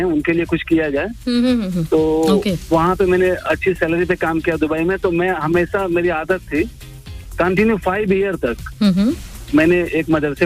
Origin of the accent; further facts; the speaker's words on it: Azamgarh, Uttar Pradesh, India; हम लोग आजमगढ़ से हैं तो वो बड़ी पोएट्री प्लेस है, सारे लोग वहाँ के बड़े बड़े शायर जैसे कैफी साहब आए और सकीन साहब हैं